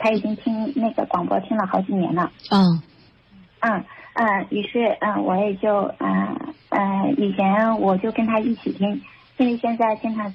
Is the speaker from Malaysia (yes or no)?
no; Hebei, China; now in Guangzhou, China; 现在在广州。我之前因为前一段时间我在老家，我老家在河北。